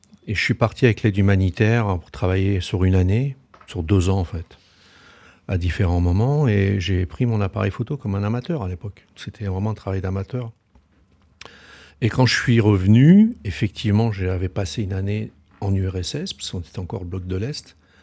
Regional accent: France; born there; On est né en France, moi je suis né en France

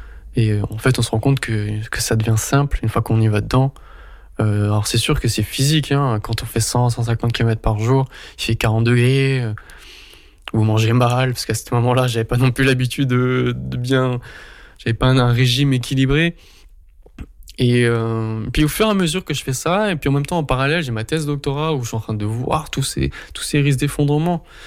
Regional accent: Mulhouse, Grand Est, France; j'ai vu des formes d'humanité que j'avais pas ressenties chez moi à Mulhouse, dans mon cercle familial

